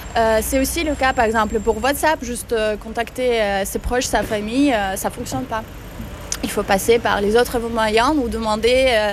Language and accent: French; Russia; moved away as an adult; Oui, je suis née en Russie. Je suis grandie là-bas jusqu'à mes 18 ans.